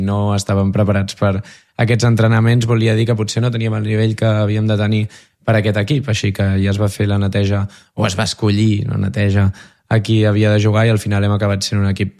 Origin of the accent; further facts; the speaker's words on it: Calella, Catalonia, Spain; Jo sóc de Calella, aquí també al Maresme